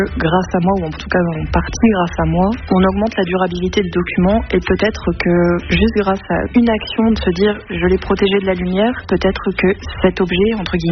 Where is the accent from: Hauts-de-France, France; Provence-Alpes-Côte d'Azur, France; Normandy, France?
Hauts-de-France, France; comme je viens du Nord